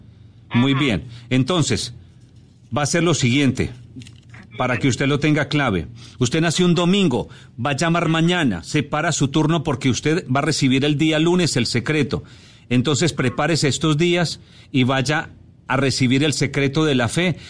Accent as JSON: {"language": "Spanish", "country": "Colombia", "moved": "yes", "lives_now": "Panama", "said": "Yo soy orgullosamente colombiano, pero mi deber, mi misión está aquí en Panamá"}